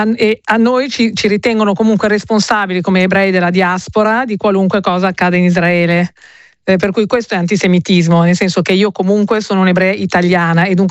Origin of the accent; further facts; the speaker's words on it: Milan, Lombardy, Italy; noi siamo milanesi, siamo italiani.